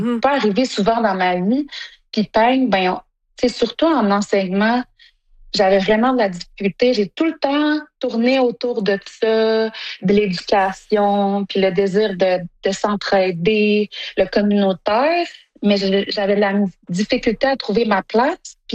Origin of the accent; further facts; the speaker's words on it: Sept-Îles, Quebec, Canada; moved away as an adult; also born or lived in Iqaluit; Ben, moi, j'ai grandi à Sept-Îles parce que j'étais avec mon père. Puis ma mère, elle a vécu de Iqaluit. Puis j'ai déménagé là quand j'avais 19 ans.